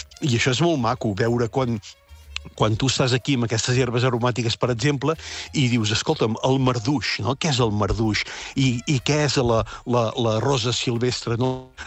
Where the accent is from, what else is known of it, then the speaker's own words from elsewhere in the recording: Catalonia, Spain; Jo que sóc de la Garrotxa